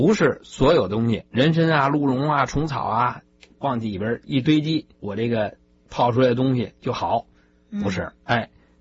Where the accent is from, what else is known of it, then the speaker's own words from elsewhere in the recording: Beijing, China; accent: Beijing; 咱们北京话土这个说白了叫桑葚